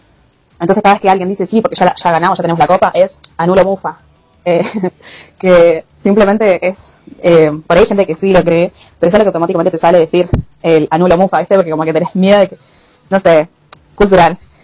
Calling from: Buenos Aires, Argentina; yo vivo en Capital Federal, exactamente en Montserrat, a unas cuadras del obelisco.

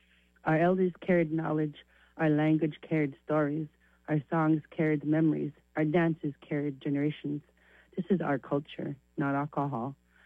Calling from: Anchorage, Alaska, United States; I'm calling from Anchorage

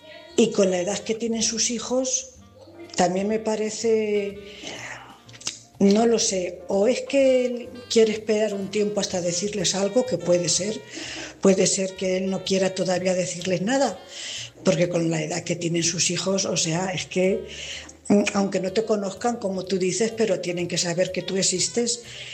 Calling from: Cuenca, Castilla-La Mancha, Spain; Buenas noches … corresponsal de Cuenca.

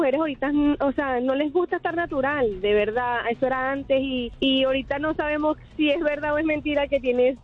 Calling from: Aurora, Illinois, United States; Aurora, Illinois, Chicago.

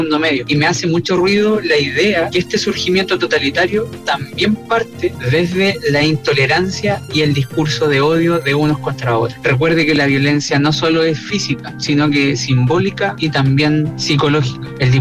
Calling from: Peñaflor, Santiago Metropolitan Region, Chile; desde Peñaflor, soy profesor de Historia

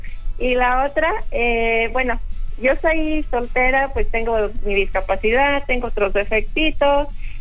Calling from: Morelia, Michoacán, Mexico; soy de Morelia.

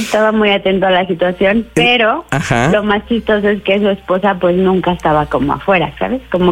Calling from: Guadalajara, Jalisco, Mexico; Tengo 36 años y te marco desde Guadalajara.

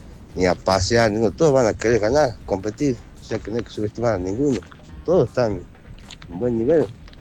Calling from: Salta, Argentina; de Salta.

